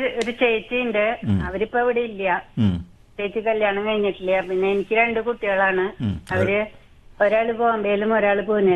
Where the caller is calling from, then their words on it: Thrissur, Kerala, India; തൃശ്ശൂര് ടൗണിൽ തന്നെയാണ്, രാംദാസ് തിയേറ്ററിന്റെ തൊട്ടടുത്താണ്.